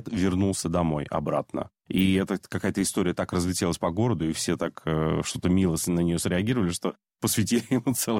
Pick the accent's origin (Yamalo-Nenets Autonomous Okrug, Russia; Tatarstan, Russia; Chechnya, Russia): Yamalo-Nenets Autonomous Okrug, Russia; Novy Urengoy; Слушай, я вырос в Ямало-Ненецком автономном округе, в городе Новый Уренгой